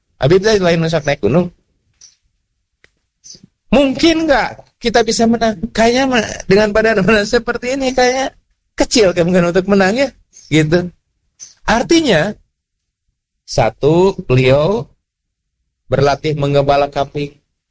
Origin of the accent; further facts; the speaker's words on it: Garut, West Java, Indonesia; born there; Ya, saya lahir di Garutnya.